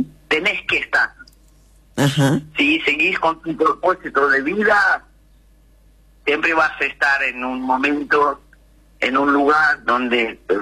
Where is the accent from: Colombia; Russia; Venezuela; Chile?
Russia; Spanish is a second language; moved away as an adult; now in Argentina; soy rusa.